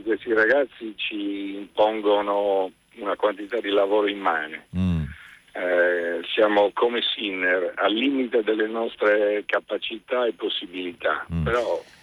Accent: Sardinia, Italy; Ma in Sardegna, perché io sono sardo

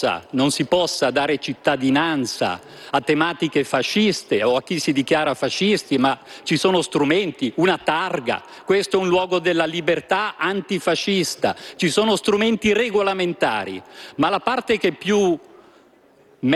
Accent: Morbegno, Lombardy, Italy; Vengo da Morbegno, città di Ezio Vanoni, a cui ho sempre ispirato la mia attività politica

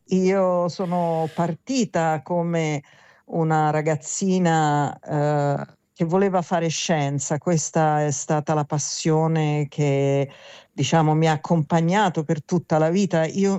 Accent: Rome, Lazio, Italy; moved away as an adult; io sono di Roma

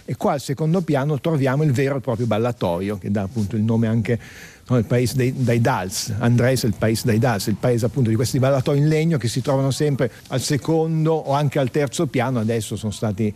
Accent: San Daniele del Friuli, Friuli-Venezia Giulia, Italy; non è il mio friulano, io vengo da San Daniele

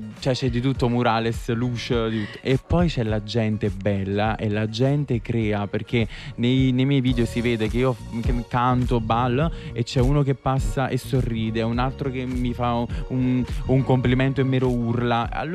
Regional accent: Marcianise, Campania, Italy; also born or lived in Salerno; io in realtà sono di Marcianise, provincia di Caserta, però ovviamente le mie origini, e lo voglio dire, sono napoletane, perché i miei nonni sono napoletani, quindi il mio sangue è un po' napoletano.

